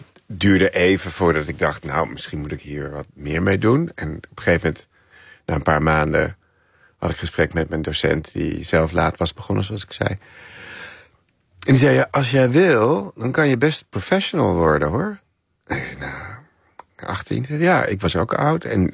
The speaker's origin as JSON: {"language": "Dutch", "town": "Amstelveen", "region": "North Holland", "country": "Netherlands", "tie": "born or raised there", "said": "bibliotheek in Amstelveen, waar ik opgroeide"}